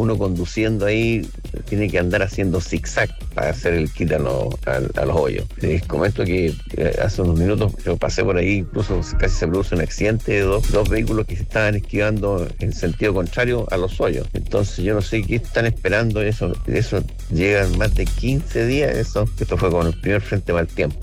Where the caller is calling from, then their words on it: Curicó, Maule, Chile; Les hablo desde Curicó.